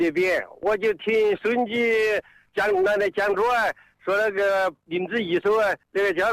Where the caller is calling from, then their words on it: Jingmen, Hubei, China; 我是荆门沙洋县石桥的。